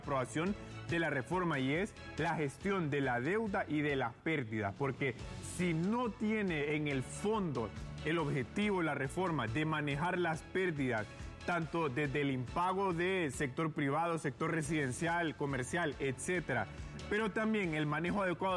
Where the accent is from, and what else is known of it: Honduras